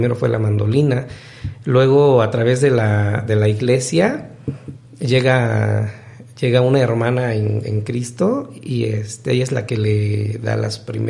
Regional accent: Oaxaca, Mexico; Y pues allá vivo hasta parte del Cobao, y es cuando me vengo a la ciudad de Oaxaca, ¿no?

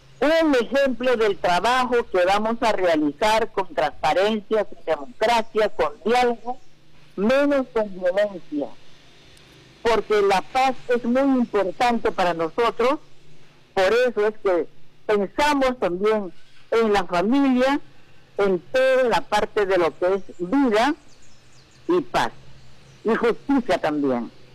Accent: Peru; porque todos somos peruanos

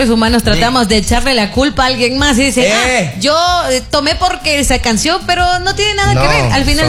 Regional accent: Ecuador; Déjenme decirles que estamos muy bien representados como ecuatorianos, un concierto de talla internacional

